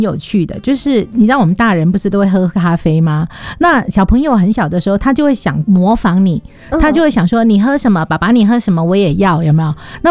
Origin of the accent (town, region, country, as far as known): Hong Kong